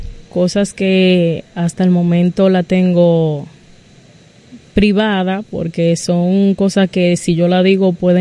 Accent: Santo Domingo, Dominican Republic; born there; yo nací en Santo Domingo.

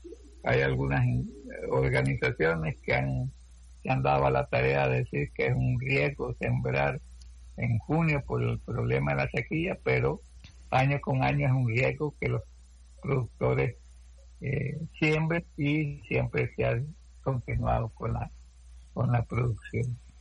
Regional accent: El Salvador; como buenos salvadoreños, seguir produciendo para garantizar la comida o la alimentación en las ciudades.

